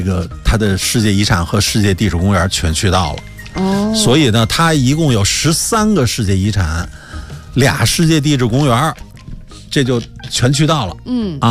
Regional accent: Beijing, China; 那我北京人，咱们都是北京人

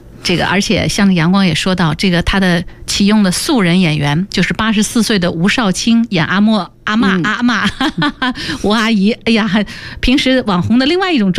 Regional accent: Fujian, China; 因为我是福建人，

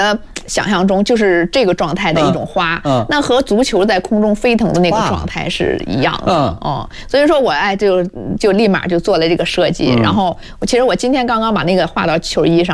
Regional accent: China; 我们中国人

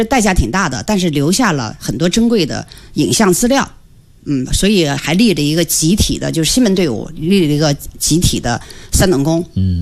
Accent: northern China, China; 我是北方人

